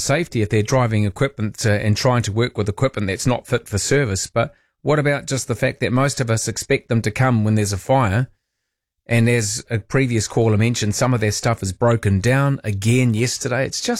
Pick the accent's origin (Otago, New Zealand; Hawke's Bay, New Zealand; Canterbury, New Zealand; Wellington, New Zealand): Canterbury, New Zealand; Christchurch; born there; I'm from Christchurch. Christchurch was where I was made and delivered.